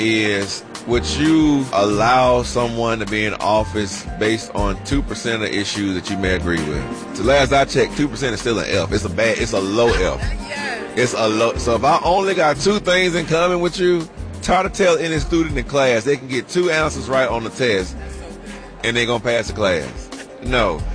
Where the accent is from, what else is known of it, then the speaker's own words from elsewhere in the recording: the South, United States; I'm from the South